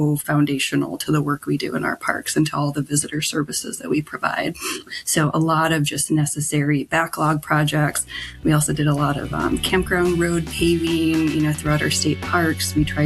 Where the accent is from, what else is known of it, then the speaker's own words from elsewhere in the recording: Michigan, United States; Well, I grew up in Michigan visiting state parks with my family when I was younger. So for me, it's really about returning back home to where it all began for me.